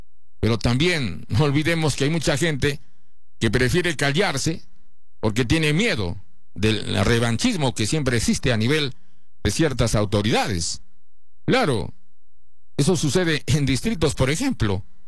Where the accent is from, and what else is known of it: Peru